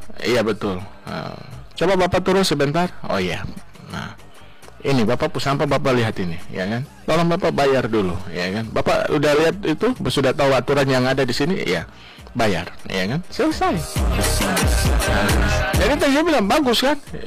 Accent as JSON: {"language": "Indonesian", "town": "Nabire", "region": "Central Papua", "country": "Indonesia", "tie": "born or raised there", "said": "saya lahir besar kan di Nabire"}